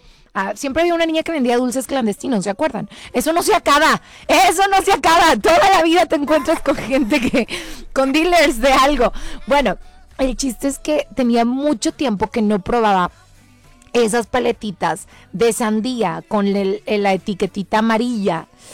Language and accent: Spanish; Mexico City, Mexico; Ay, soy buena chilanga, ¿verdad?